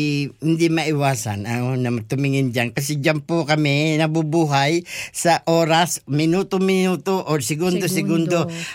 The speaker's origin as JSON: {"language": "Tagalog", "region": "Bicol Region", "country": "Philippines", "first_language": "Bicol", "second_language": "Tagalog", "lives_now": "Melbourne, Australia", "said": "alam naman ng karamihan dito sa Melbourne na ang native tongue ko is not Tagalog. Bicol."}